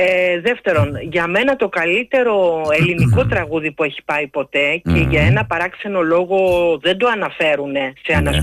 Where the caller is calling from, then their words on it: Marousi, Attica, Greece; είμαι κάτι από Μαρούση